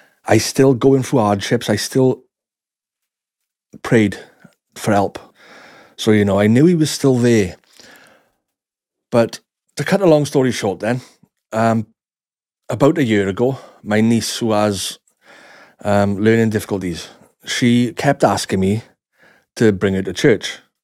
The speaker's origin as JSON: {"language": "English", "town": "Ebbw Vale", "region": "Wales", "country": "United Kingdom", "said": "I'm from Ebervale, South Wales. I've always been a believer in God since I was very young. I went to a Catholic school when I was growing up, and then on to a secondary school, which was Catholic as well."}